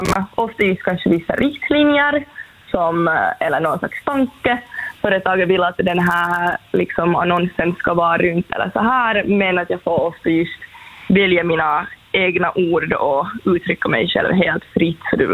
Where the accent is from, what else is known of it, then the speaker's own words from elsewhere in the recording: Finland; first language Swedish; jag är liksom finlandssvenska, svenska är mitt modersmål